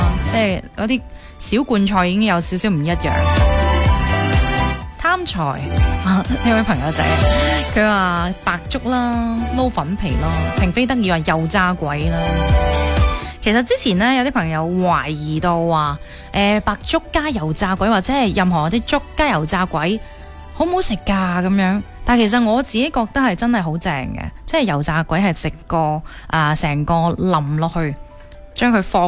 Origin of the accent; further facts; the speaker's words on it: Foshan, Guangdong, China; 我喺三水度长大啦